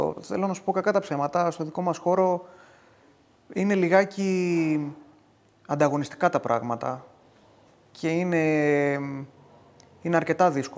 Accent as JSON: {"language": "Greek", "country": "Greece"}